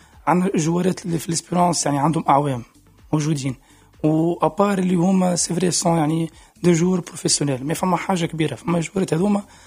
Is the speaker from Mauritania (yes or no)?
no; Tunisia; احنا عندنا في تونس